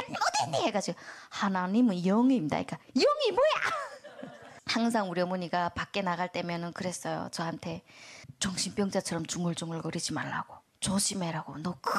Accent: North Korea; moved away; 저는 북한에서 왔잖아요.

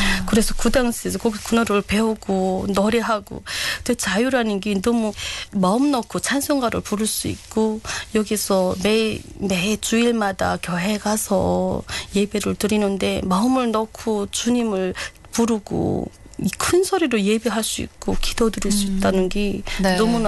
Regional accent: Hwanghae, North Korea; moved away as an adult; now in South Korea; 남한 정착 8개월 차인 황해도가 고향인

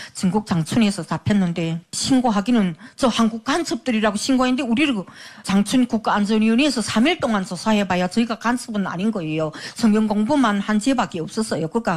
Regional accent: Ryanggang, North Korea; moved away as an adult; 북한에 있을 때 중국하고 경계가 있는 양강도 심파구리라는 곳에서 태어났습니다.

